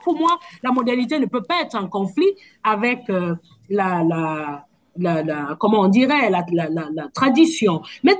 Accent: Cameroon; J'ai été dans le bureau de ce qu'on appelle chez nous au Cameroun le Bensinet, c'est-à-dire le bureau exécutif national du syndicat des enseignants du supérieur.

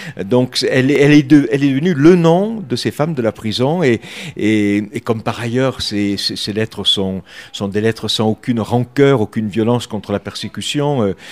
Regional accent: Occitanie, France; je viens des Cévennes, en quasi voisin

